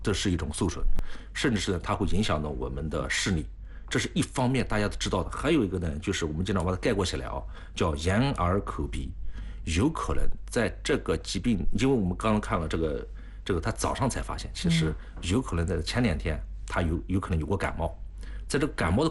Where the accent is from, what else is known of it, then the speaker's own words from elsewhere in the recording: China; 我们国家